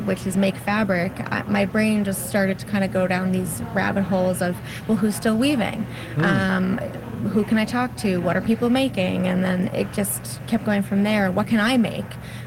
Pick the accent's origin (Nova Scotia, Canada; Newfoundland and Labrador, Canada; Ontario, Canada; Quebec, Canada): Newfoundland and Labrador, Canada; I actually went to school for apparel and costume cutting in Alberta. I am from Newfoundland.